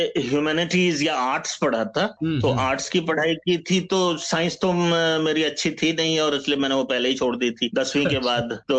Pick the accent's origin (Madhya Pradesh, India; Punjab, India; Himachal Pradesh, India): Punjab, India; Amritsar; born there; moved away as an adult; also born or lived in Patna, Bihar / Munger, Bihar / Bhagalpur, Bihar; now in Delhi, India; भागलपुर में बचपन बीता, और उसके बाद जब मैं 10 वर्ष का था तो पिताजी अमृतसर आ गए पंजाब में, और तब से वहीं रहा, बड़ा हुआ, फिर उसके बाद दिल्ली में जॉब लग गई तो दिल्ली आ गया।